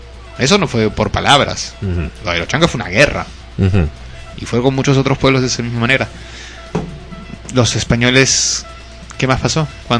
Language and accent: Spanish; Peru; yo me siento peruano porque hay tal cosa, ¿no? Porque estoy acá.